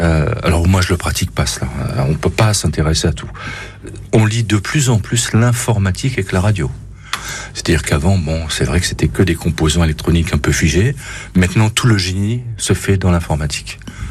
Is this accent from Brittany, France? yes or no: no; Hauts-de-France, France; moved away; j'ai appris l'allemand avec les radioamateurs allemands. De même que j'ai appris beaucoup l'anglais avec les anglais, puisque je suis originaire du Pas-de-Calais. Les anglais étaient en face de chez moi.